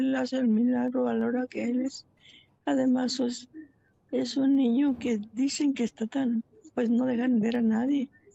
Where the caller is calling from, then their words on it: Quiroga, Michoacán, Mexico; Estoy llamando de Quiroga